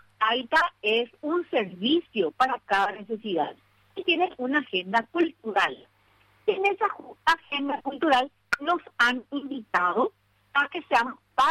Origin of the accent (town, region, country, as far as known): Paraguay; born or raised there